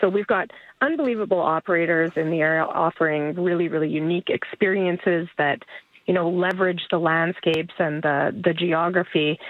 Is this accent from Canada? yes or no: yes; Alberta, Canada; I grew up in Alberta and spent a lot of time sort of, in the Banff, Jaspers and the more northerly parts of the province.